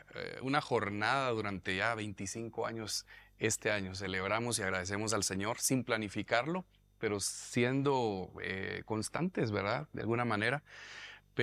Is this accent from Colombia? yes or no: no; San Marcos, Guatemala; más nosotros que venimos de San Marcos